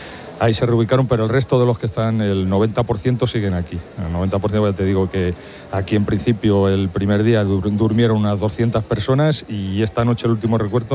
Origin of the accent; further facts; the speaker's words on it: Villamanta, Community of Madrid, Spain; a los vecinos de mi pueblo que tranquilidad, que no hay ninguna previsión de que el incendio llegue a Villamanta.